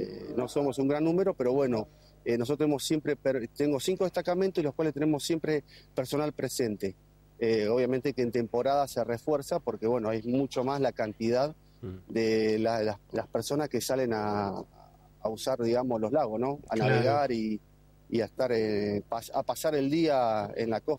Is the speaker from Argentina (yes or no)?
yes; Punta Alta, Buenos Aires Province, Argentina; now in Neuquén, Argentina; soy oriundo de la ciudad de Punta Alta, nací en el Hospital Naval Puerto Belgrano. Así que soy el primero de la fuerza